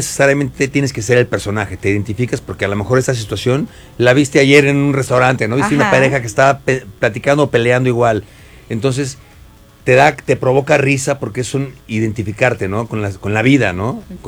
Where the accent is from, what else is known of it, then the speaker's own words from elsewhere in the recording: Querétaro, Mexico; yo invité gente en Querétaro, yo soy de Querétaro, invité gente, mis primos que son de mi edad